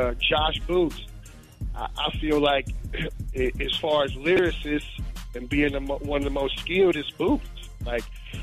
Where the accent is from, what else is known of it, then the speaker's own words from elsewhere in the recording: Alaska, United States; they find out I'm from Alaska